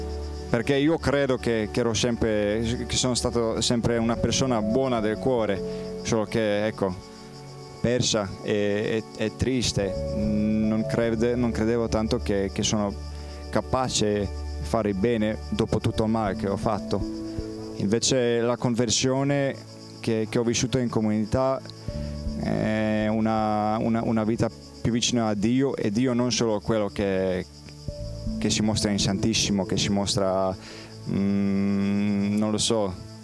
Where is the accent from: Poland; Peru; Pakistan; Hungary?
Poland; Italian is a second language; Allora, buongiorno a tutti … vengo da Polonia.